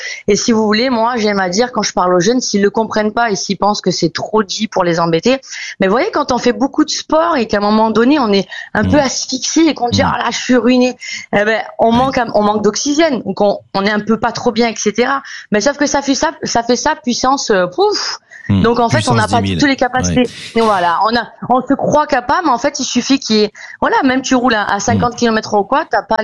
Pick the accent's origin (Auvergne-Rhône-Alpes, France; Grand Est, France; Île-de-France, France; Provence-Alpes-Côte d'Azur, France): Provence-Alpes-Côte d'Azur, France; Cannes; je suis très contente d'ailleurs que ça soit à Cannes puisque c'est ma ville natale